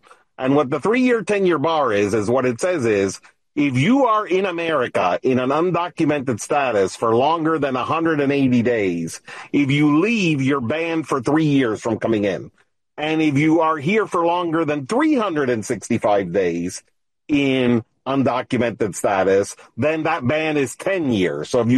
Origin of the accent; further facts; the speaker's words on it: Florida, United States; moved away; also born or lived in Washington, D.C.; I'm from Florida and I lived in D.C.